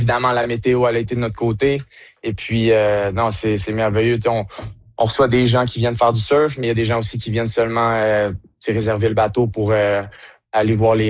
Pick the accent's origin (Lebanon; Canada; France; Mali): Canada; Sherbrooke, Quebec; now in Pemberton, Canada; Oui, moi, c'est Sherbrooke, canton de l'Est.